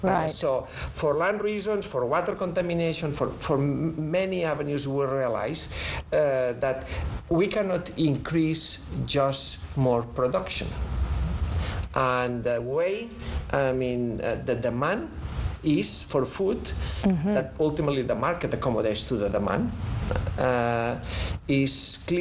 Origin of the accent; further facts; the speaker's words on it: Spain; now in California, United States; I'm originally from Spain.